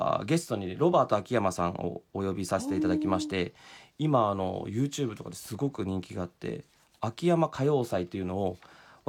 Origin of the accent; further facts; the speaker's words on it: Kitakyushu, Fukuoka, Japan; 私が八幡西区っていうところの出身なんですけど、